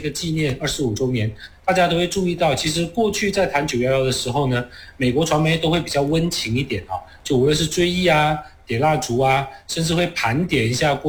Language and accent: Chinese; Malaysia; 而且从我们马来西亚人的了解的语境跟西方人了解的语境里面呢